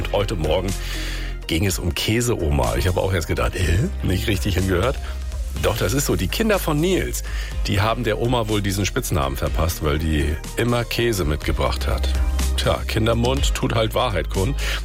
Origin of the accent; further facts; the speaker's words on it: Grimmen, Mecklenburg-Vorpommern, Germany; Das sind zwei Experten aus meiner Heimatstadt Grimm.